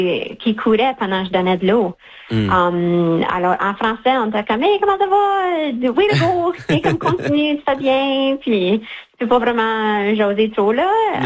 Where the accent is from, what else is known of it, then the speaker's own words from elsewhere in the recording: St. Malo, Manitoba, Canada; Je viens de Saint-Malo.